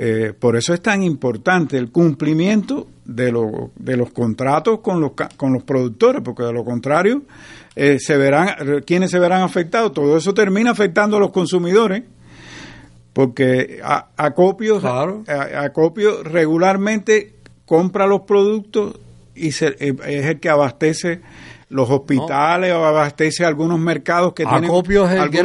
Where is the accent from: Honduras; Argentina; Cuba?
Cuba; Baracoa, Guantánamo; Mira, no es solo La Habana. Mira, yo vengo de Baracoa.